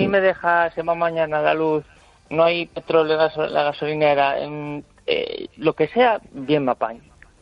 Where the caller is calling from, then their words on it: Ferrol, Galicia, Spain; de Ferrol.